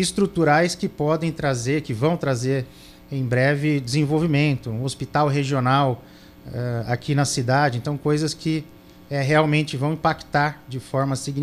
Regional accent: São Paulo, Brazil; Eu sou de família política da Zona Sul, natural da Zona Sul de São Paulo.

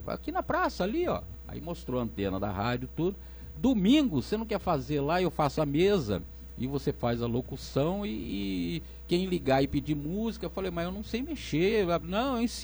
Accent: São Paulo, Brazil; also born or lived in Northeast Brazil; Não, não, eu sou daqui de São Paulo.

